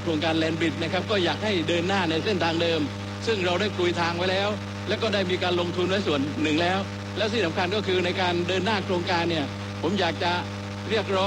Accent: Southern Thailand, Thailand; born there; ผมเองก็เกิดที่ภาคใต้ญาติพี่น้องผมจำนวนมากก็ยังอยู่ในภาคใต้นะครับ

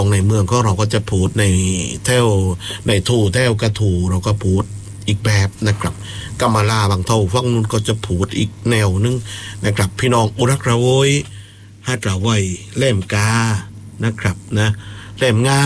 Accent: Phuket, Thailand

